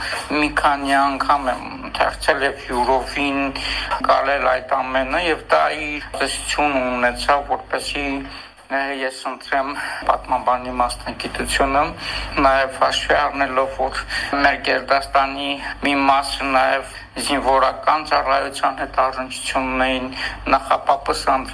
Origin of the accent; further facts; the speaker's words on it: Askeran, Nagorno-Karabakh, Azerbaijan; also born or lived in Darav; Մանկությունս անցել է Դարավ գյուղում, Ասկերան քաղաքում։ Մեր գյուղում բազմաթիվ պատմամշակութային հուշարձաններ կան